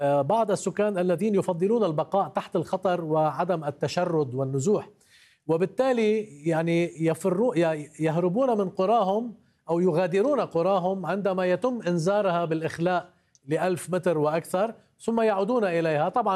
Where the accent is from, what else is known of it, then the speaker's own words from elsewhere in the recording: Roumine, Nabatieh Governorate, Lebanon; في قريتي تحديدا، واسمها رومين وهي قضاء النبطية.